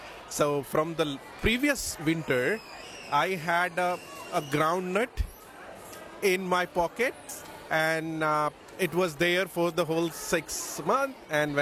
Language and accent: English; Mitchelton, Queensland, Australia; I'm from Mitchelton.